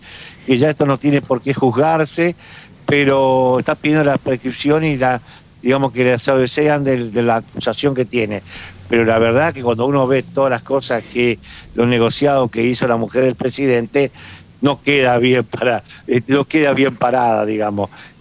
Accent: Argentina

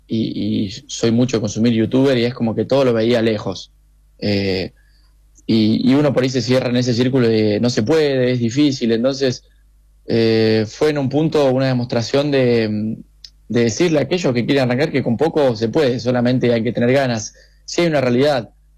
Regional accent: Formosa, Argentina; born or raised there

